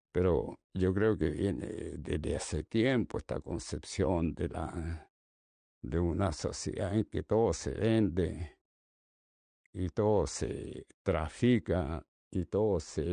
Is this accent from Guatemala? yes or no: no; Chile; en Chile yo me doy cuenta que siempre estamos experimentando